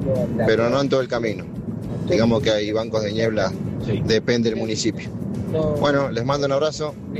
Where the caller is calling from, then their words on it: Monte Grande, Buenos Aires Province, Argentina; de Montegrande.